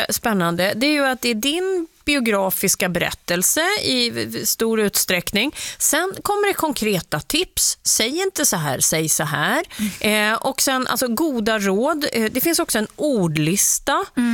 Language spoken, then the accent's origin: Swedish; Skåne, Sweden; säger att jag är från Skåne